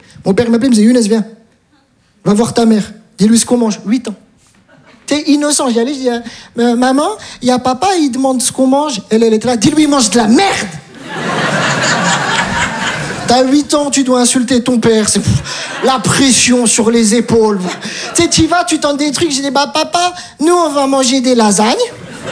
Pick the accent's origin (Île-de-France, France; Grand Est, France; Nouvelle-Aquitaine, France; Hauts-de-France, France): Grand Est, France; Metz; Je viens de Metz, j'ai tout abandonné.